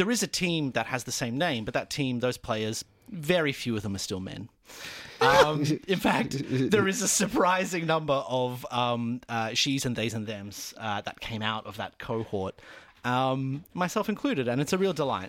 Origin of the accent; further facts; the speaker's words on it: Ireland; now in Brisbane, Australia; So I'm not originally from Brisbane. I'm originally from Ireland and came out of here in the late 80s.